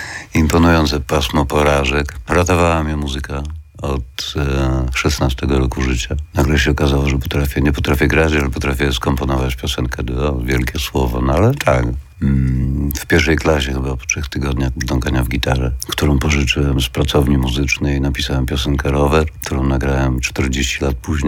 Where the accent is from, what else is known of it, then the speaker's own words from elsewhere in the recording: Wrocław, Lower Silesian Voivodeship, Poland; born there; Mieszkałem na wsi. Chociaż urodziłem się we Wrocławiu, rodzice wtedy mieszkali na Placu Solnym.